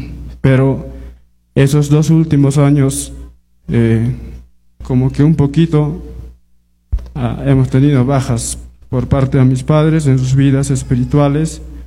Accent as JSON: {"language": "Spanish", "area": "La Convención, Quillabamba, Vilcabamba District", "region": "Cusco", "country": "Peru", "tie": "born or raised there", "moved": "as an adult", "lives_now": "Cusco, Peru", "said": "Soy de la Convención Quiabamba, Distrito de Vilcabamba, Valle San Miguel. De Consistorio, Iglesia Evangélica Peruana, Villa Carmen. Bueno, yo nací en un hogar cristiano."}